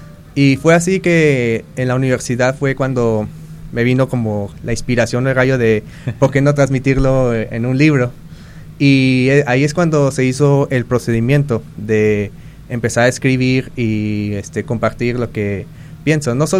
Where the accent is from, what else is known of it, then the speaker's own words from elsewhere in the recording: Guadalajara, Jalisco, Mexico; born there; also born or lived in United States; now in Bahía de Banderas, Mexico; He venido de muchas partes. Por ejemplo, nací en Guadalajara. Después me vine a Estados Unidos. Viví un tiempo en Ahuachitlán y ya tengo mis años en Bahía de Banderas.